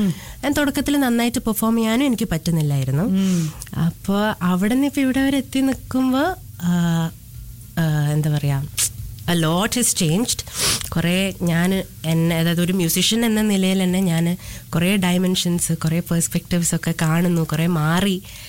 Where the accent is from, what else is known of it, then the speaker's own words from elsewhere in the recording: Qatar; ഞാൻ ഇവിടെയാണ് ജനിച്ചത്, ഇവിടെയാണ് പഠിച്ചത്.